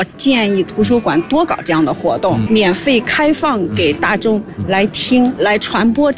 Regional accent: Jiangsu, China; moved away; 因为我的老家是江苏的，昆曲的发源地，

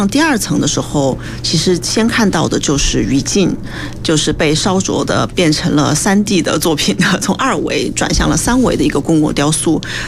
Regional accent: Yichang, Hubei, China; 我的家乡在三峡，在湖北宜昌，其实我们那边也有很多的就三线工厂

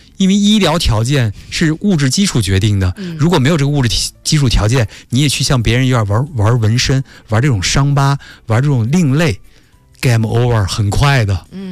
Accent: China; 我们中国人

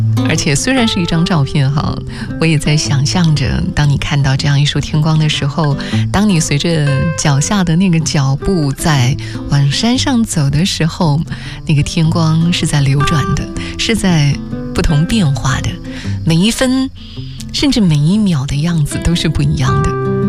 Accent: China

